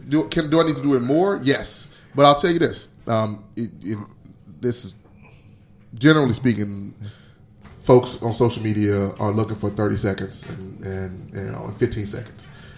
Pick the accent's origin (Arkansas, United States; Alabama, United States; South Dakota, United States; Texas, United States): Arkansas, United States; Hughes; Well, my dad's from Hughes, and so I grew up basically in Hughes as well. So I'm from the Delta.